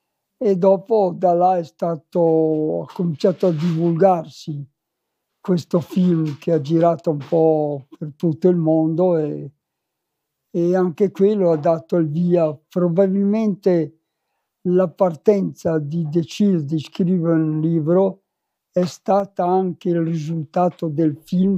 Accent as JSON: {"language": "Italian", "town": "Castel di Fiemme", "region": "Trentino-Alto Adige", "country": "Italy", "said": "vengo da Castel di Fiemme nel Trentino."}